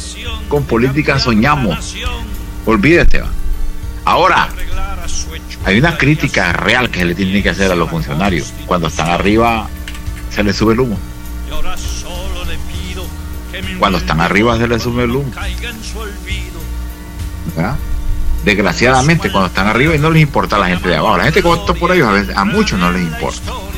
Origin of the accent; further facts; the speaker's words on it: Honduras; Y es lo que estoy sintiendo yo como hondureño, que hay arreglos con los de Libre.